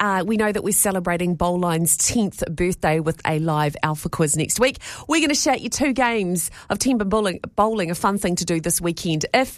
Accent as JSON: {"language": "English", "town": "Gore", "region": "Southland", "country": "New Zealand", "said": "I'm from Gore."}